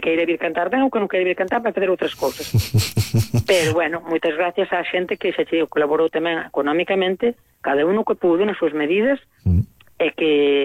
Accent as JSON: {"language": "Galician", "town": "Corme", "region": "Galicia", "country": "Spain", "said": "eu acordo un pouco porque eu vim pa aquí, que eu son de Corme"}